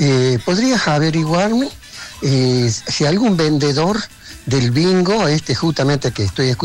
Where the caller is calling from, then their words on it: Argentina; ¿no? De Miguel Ortiz.